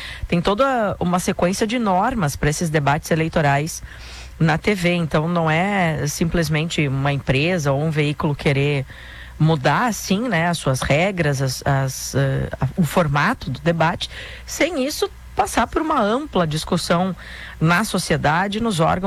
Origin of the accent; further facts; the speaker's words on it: Brazil; nós, como brasileiros, eleitores